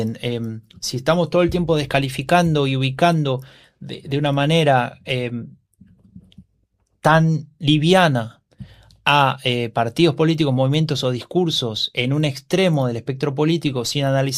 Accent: Honduras; now in United States; Soy hondureño en USA.

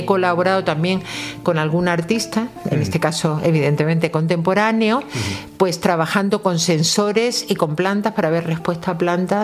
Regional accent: Melilla, Spain; yo soy de Melilla también y siempre en casa había muchas plantas suculentas.

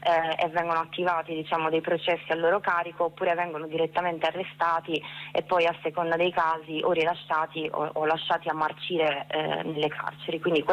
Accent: Sardinia, Italy; noi anche come sardi abbiamo il dovere di fare questo, non solo per la nostra terra

